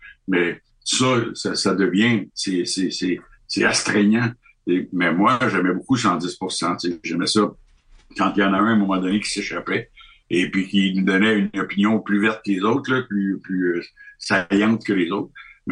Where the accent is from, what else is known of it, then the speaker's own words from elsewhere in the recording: Canada; moi, je dis, écoutez, moi, je suis du Canada, je suis ici passage, et ça, c'est la Corvette de Denis Savard.